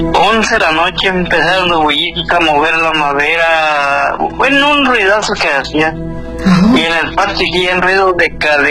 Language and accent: Spanish; Michoacán, Mexico; Y yo soy del estado de Michoacán.